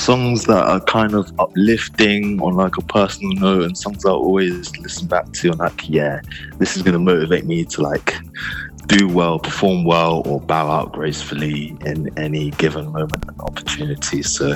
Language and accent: English; Nigeria; now in England; I'm a bit cynical about England. My family is Nigerian. I'm Nigerian, so it's sad that Nigeria didn't make it to the World Cup.